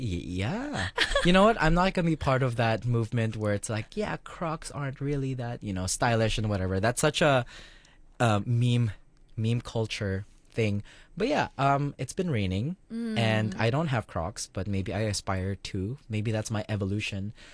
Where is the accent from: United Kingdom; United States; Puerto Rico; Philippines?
Philippines; now in Hong Kong; And some episodes, we also just share our experiences as Filipino Hong Kongers as well.